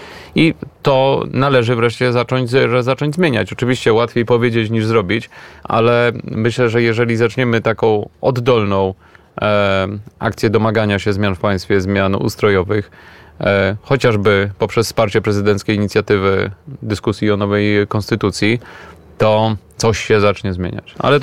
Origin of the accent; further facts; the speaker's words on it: Warsaw, Masovian Voivodeship, Poland; born there; jestem warszawiakiem z urodzenia